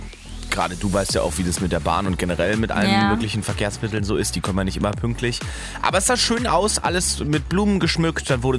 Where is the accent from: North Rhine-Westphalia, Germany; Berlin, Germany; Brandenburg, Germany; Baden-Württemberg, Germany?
Berlin, Germany; weil ich komme ja ursprünglich aus Berlin. Ich weiß, wie auch so eine Tram riechen kann.